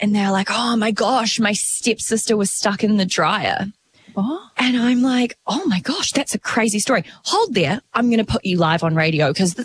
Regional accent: Auckland, New Zealand; moved away; I am from the beautiful North Island. I'm from Auckland. So people say it's kind of like a small version of Sydney.

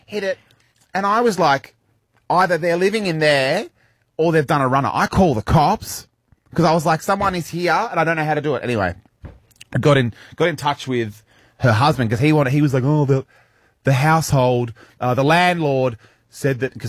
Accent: Tasmania, Australia; because when I grew up in Tasmania, we had 8 acres, so I never really had neighbours.

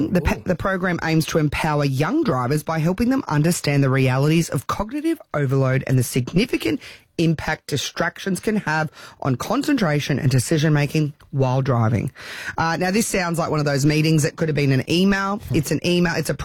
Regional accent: Mullaney, Australia; I grew up 100 acres in Mullaney, in a Land Cruiser, old ute, manual

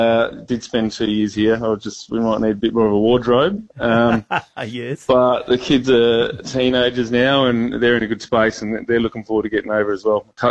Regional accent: Fremantle, Western Australia, Australia; also born or lived in Kalgoorlie; I'm from Fremantle and Wharfie, but from the wharf down that way.

